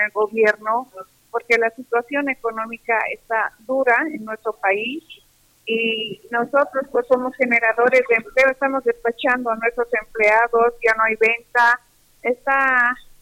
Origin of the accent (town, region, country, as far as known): Bolivia